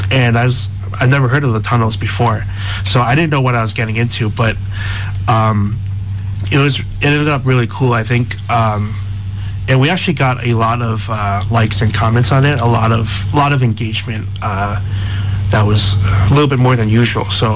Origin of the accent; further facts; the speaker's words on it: Fishkill, New York, United States; So I'm actually also from New York. I'm from Fishkill.